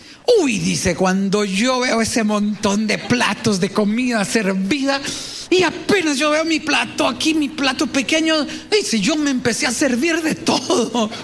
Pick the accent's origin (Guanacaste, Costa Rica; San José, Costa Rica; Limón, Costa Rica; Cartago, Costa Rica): Guanacaste, Costa Rica; Cañas; yo soy el hijo de Toño y Adela, de Cañas, de un pueblo pequeño, de una familia pobre